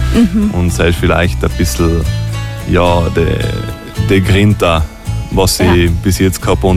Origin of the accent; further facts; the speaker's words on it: Trentino-Alto Adige, Italy; Als Italiener, als Südtiroler